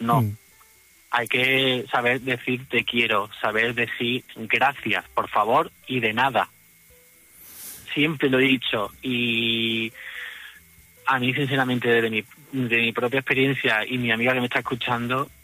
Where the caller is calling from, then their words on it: Cabra, Andalusia, Spain; Desde Cabra, Córdoba.